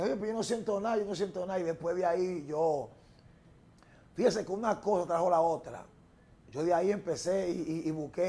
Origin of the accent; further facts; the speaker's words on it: Dominican Republic; Vengo desde el barrio 27 de febrero.